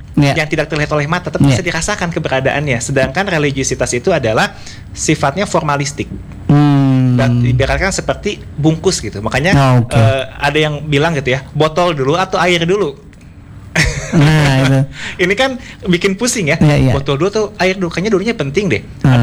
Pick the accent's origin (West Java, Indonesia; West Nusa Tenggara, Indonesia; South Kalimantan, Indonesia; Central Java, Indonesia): West Java, Indonesia; Kita lahir sebagai orang Sunda, maka kita wajib untuk mengenal budaya Sunda tadi